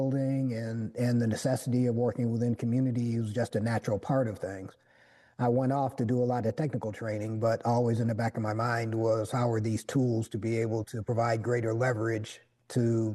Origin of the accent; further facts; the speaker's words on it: Detroit, Michigan, United States; born or raised there